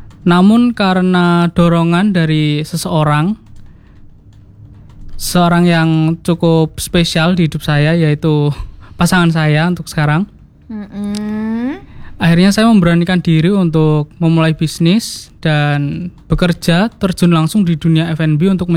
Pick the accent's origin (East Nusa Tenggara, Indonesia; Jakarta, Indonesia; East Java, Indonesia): East Java, Indonesia; Kediri; moved away as an adult; now in Surabaya, Indonesia; Aslinya dari Kota Kediri.